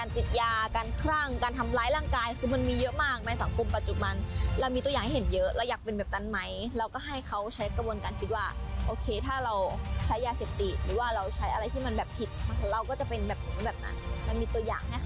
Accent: Ang Thong, Thailand; เริ่มที่จำปาหลอกค่ะจังหวัดอ่างทองเป็นบ้านเกิดหนูเองค่ะตอนนั้นอายุแค่11ปี

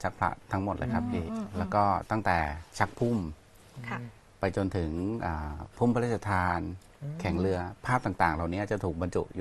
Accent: Surat Thani, Thailand; ผมก็เป็นคนสุราษฎร์เนี่ยครับแล้วก็เรียนที่นี่โตที่นี่แล้วก็ทำงานที่นี่ครับ

